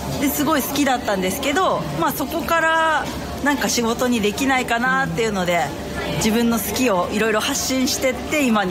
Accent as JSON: {"language": "Japanese", "region": "Hokkaido", "country": "Japan", "tie": "born or raised there", "said": "北海道出身なので海は近くにあったんですけど、あんまり綺麗な海とか暖かい海がなかったので"}